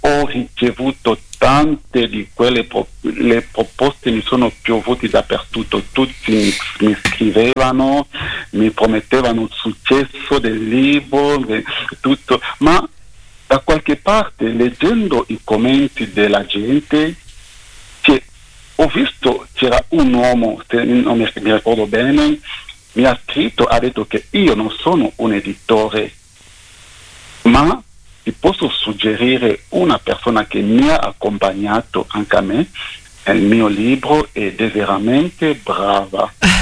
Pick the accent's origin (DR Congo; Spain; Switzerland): DR Congo; moved away as an adult; io arrivo dalla Repubblica Democratica del Congo, perché ci sono due Congo in Africa